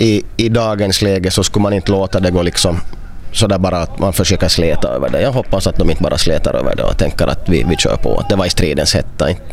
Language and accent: Swedish; Ostrobothnia, Finland; på basen av min finlandssvenska bakgrund